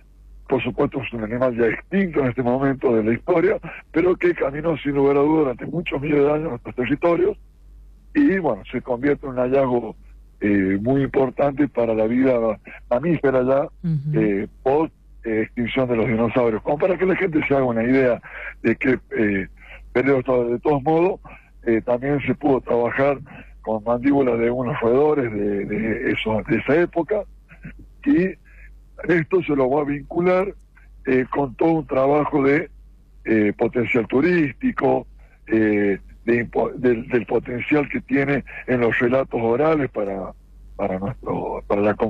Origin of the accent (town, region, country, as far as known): La Rioja, Argentina